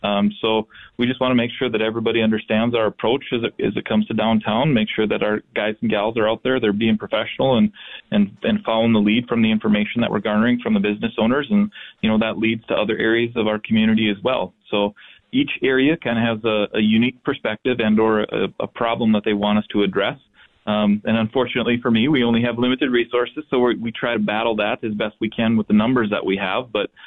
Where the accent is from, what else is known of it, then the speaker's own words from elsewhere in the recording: North Dakota, United States; now in Fargo, United States; So definitely consider myself a local, kind of born and raised in North Dakota, just a small town not too far from Fargo